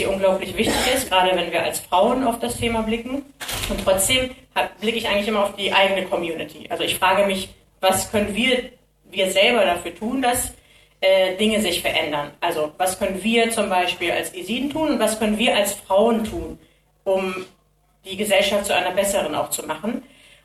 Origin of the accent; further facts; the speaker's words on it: Germany; ich bin auch eine Frau, ich bin auch Deutsche, ich bin Kurdin, ich bin Esidin.